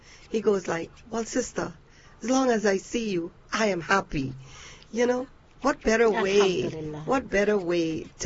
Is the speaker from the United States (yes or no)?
no; Guyana; moved away; I'm from Guyana, by the way, and we lived among every religion, and we all get along so well.